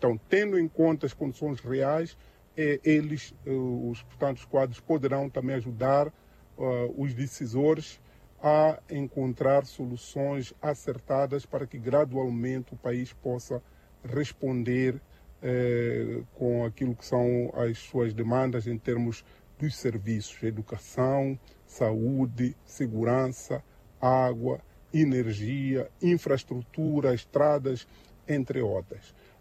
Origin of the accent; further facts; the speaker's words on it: Mozambique; aguardamos como moçambicanos